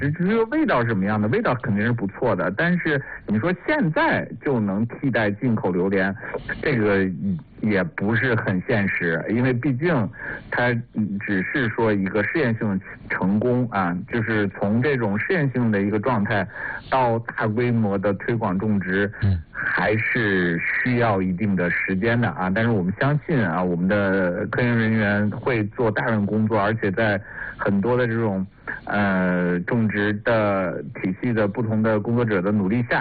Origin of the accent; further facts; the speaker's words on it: China; 特别适合我们中国人那口味的